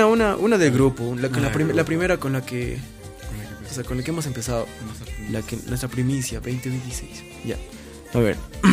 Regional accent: Oruro, Bolivia; moved away; also born or lived in La Paz / Cochabamba / Santa Cruz; yo por ejemplo soy de Oruro, pero tuve que vivir en La Paz, en Cochabamba, en Santa Cruz para cumplir mis sueños.

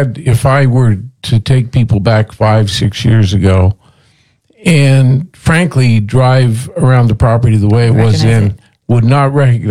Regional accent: St. David, Arizona, United States; what it was like when I was growing up here

